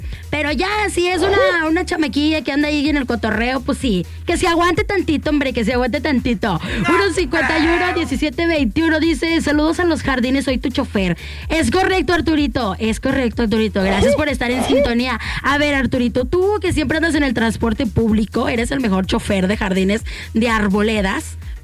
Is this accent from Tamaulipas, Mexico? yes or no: yes; Altamira, Tamaulipas, Mexico; yo también soy de Altamira. Orgullosamente soy altamirense, igual que la More.